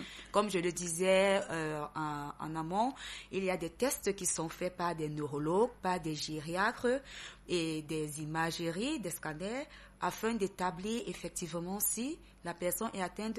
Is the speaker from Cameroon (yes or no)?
yes; Cameroon; chez nous en Afrique, et plus particulièrement au Cameroun